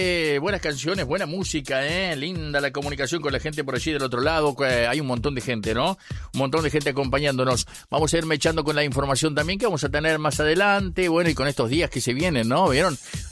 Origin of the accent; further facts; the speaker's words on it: Uruguay; somos uruguayos, somos así, somos quejosos